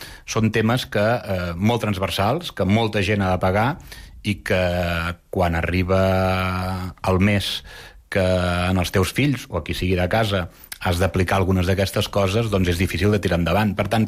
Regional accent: Mollet del Vallès, Catalonia, Spain; jo sóc de Mollet

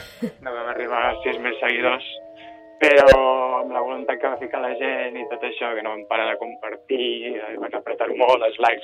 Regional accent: Sitges, Catalonia, Spain; molt content d'aquesta proposta que marxant del meu poble de Sitges i anant a Ribes.

